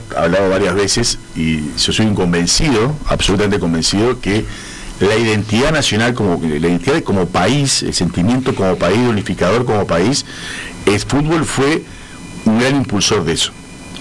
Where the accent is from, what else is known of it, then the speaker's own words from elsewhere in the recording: Uruguay; Bueno, nosotros somos uruguayos, ¿qué somos?